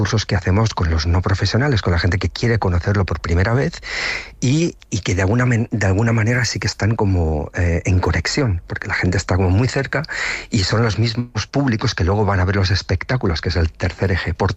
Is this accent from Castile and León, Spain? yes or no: no; Tortosa, Catalonia, Spain; Curiosamente, todo el proyecto empezó aquí en Tortosa, que en realidad es mi ciudad natal